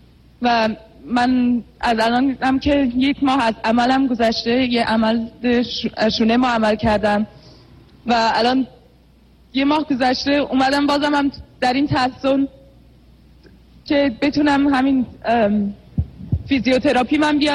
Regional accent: Switzerland; born there; Persian is a second language; از سوئیس. من همینجا تو سوئیس به دنیا اومدم، متاسفانه هیچ ایران نبودم، ایرانو ندیدم، در کنار هموطنانم زندگی نتونستم بکنم.

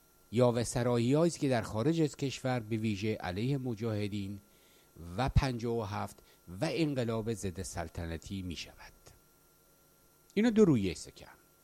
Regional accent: Khorasan, Iran; now in Sweden; اهل خراسانم و مسلمان و فرزند ایرانم، تکرار میکنم اهل خراسانم مسلمانم فرزند ایرانم.

